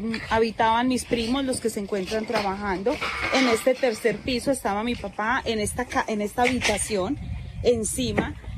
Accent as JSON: {"language": "Spanish", "town": "Riosucio", "region": "Caldas", "country": "Colombia", "tie": "born there", "moved": "yes", "lives_now": "Pereira, Colombia", "said": "hasta mi pueblo de Bonapón, Río Sucio"}